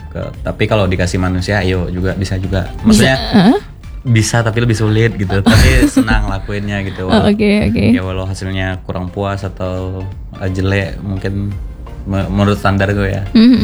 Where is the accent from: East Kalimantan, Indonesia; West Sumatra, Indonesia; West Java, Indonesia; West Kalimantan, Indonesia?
West Kalimantan, Indonesia; cerita atau tuturan dari daerahku tentang sejarah padi turun ke bumi dalam versi Dayak Kenayan